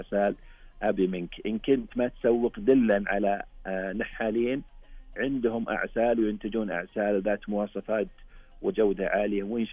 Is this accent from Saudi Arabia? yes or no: yes; Saudi Arabia; عندنا بالمملكة العربية السعودية